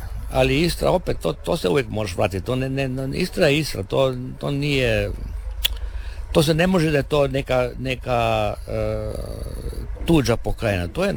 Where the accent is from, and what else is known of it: Brtonigla, Istria County, Croatia